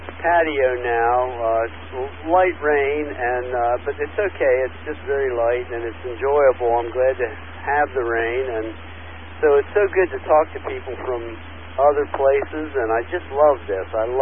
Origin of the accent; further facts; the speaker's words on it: Pennsylvania, United States; accent: Pennsylvania; moved away as an adult; now in North Carolina, United States; I'm originally from Pennsylvania. I've been here 30-some years, but I still don't have the accent. People tell me I have the Pennsylvania accent.